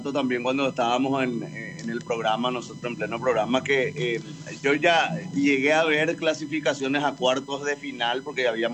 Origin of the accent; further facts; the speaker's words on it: Paraguay; nosotros tenemos el Panteón de los Héroes